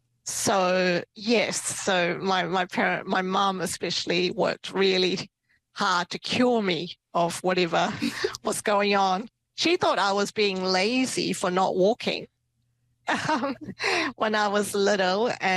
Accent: Myanmar; now in Hamilton, New Zealand; I'm from a country called Burma. I was born in Myanmar, which is, it is also known as Burma to some people. And I migrated to New Zealand in 93

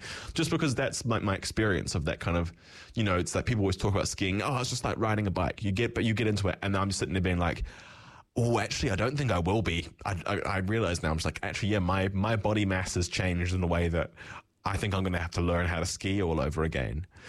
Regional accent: South Island, New Zealand; I grew up in the South Island, and like my primary school every year had a ski trip

